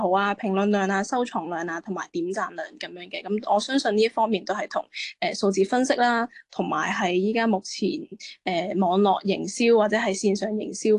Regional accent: Hong Kong; 咁我因为细个嘅时候咧，就喺幼稚园同埋小学嗰阵都系喺香港居住嘅。咁我其实都算系一个土生土长嘅香港人。咁我目前就系就读于香港城市大学嘅市场营销系嘅二年级。

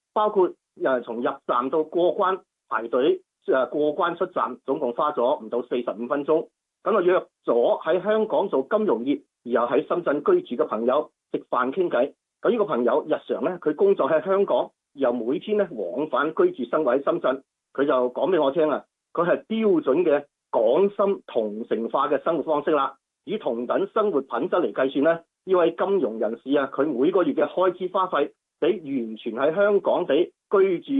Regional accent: Guangzhou, Guangdong, China; 我係廣州人嘅

